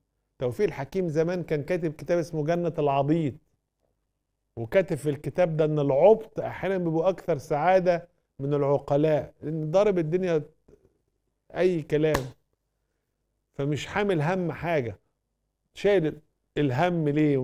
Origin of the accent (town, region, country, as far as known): Egypt